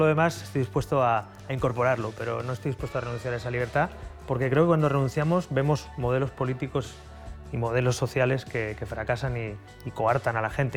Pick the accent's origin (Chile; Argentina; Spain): Spain; Catalonia; Mi tierra, mi casa.